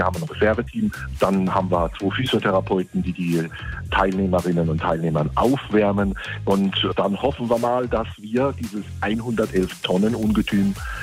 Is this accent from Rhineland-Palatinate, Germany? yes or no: yes; Rhineland-Palatinate, Germany; Als Pfälzer trinkt man ja gerne den einen oder anderen Schorle.